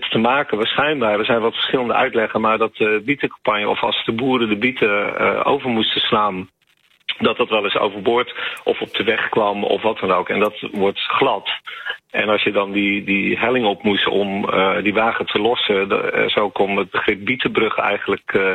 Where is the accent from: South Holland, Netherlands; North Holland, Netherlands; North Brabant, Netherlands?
South Holland, Netherlands; Gouda; We komen van oorsprong uit Gouda.